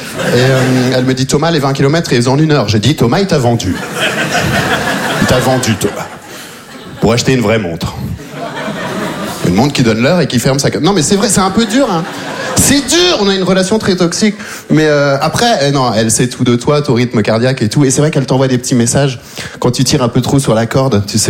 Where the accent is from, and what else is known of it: Belgium; born or raised there